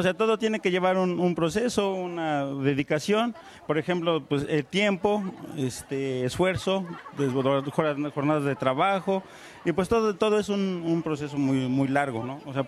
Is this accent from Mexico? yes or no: yes; Magdalena Petlacalco, Mexico City, Mexico; vengo del poblado de Magdalena Petlacalco, Tlalpan, Ciudad de México.